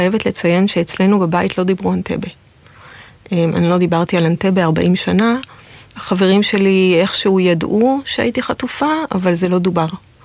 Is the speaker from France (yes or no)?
yes; France; המשפחה שלי באותה תקופה התגוררה בצרפת. אני נולדתי בצרפת, אבא נולד בצרפת